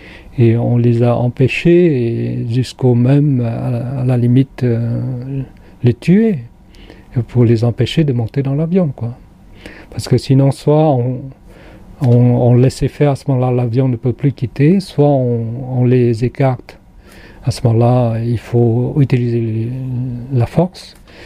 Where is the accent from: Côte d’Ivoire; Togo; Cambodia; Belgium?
Cambodia; French is a second language; moved away as an adult; now in France; À l'époque, c'était en avril 1975, j'ai quitté le Cambodge.